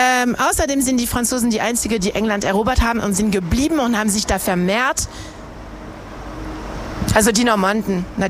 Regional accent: Harz, Germany; Wir sind eigentlich aus dem Harz, das ist klar, ja, aber wir sind nicht nur aus dem Harz

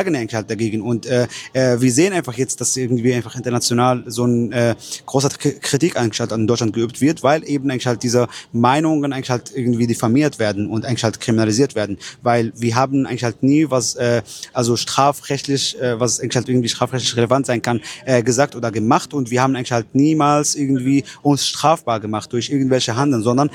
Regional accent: Palestine

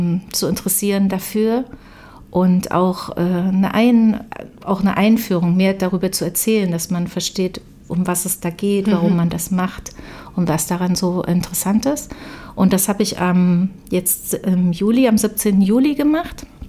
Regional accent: Weimar, Thuringia, Germany

